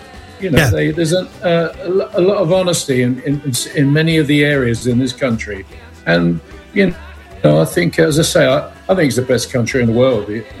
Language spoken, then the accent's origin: English; London, United Kingdom; accent: London; And I don't think he'd ever heard my London accent.